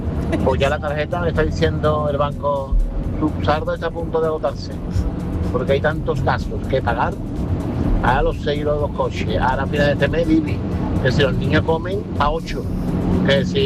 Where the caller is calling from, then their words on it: Seville, Andalusia, Spain; Buenas tardes … de Sevilla.